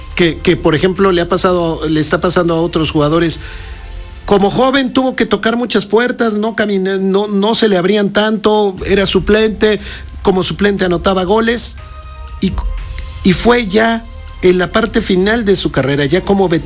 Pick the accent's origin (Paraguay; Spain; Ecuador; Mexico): Mexico; Y tenemos que reconocer como mexicanos que el fútbol argentino ha influenciado al mexicano.